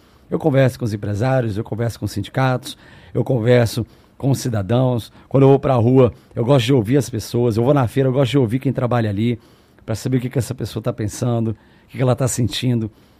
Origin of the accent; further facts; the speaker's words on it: Brasília, Federal District, Brazil; Eu nasci aqui em Brasília, eu cresci em Brasília, eu tenho amor pela cidade.